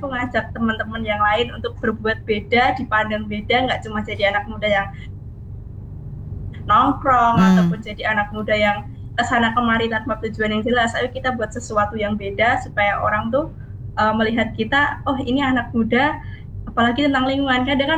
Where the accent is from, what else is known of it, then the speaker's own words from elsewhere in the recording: Sragen, Central Java, Indonesia; asal saya dari Kabupaten Sragen